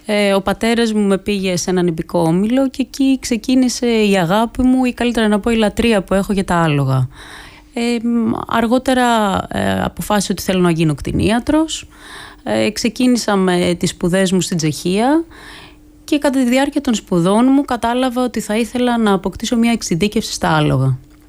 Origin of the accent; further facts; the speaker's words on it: Athens, Attica, Greece; Εγώ μεγάλωσα στην Αθήνα